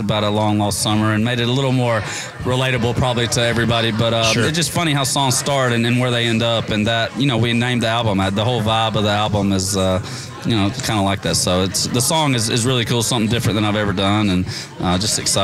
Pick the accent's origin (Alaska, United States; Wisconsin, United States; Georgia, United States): Georgia, United States; Savannah; born there; I was born in Savannah.